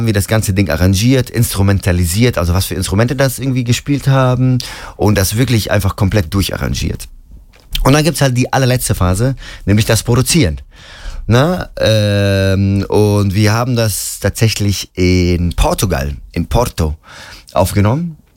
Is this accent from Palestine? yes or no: yes; Ramallah, West Bank, Palestine; ich komme ja aus Ramallah im Westjordanland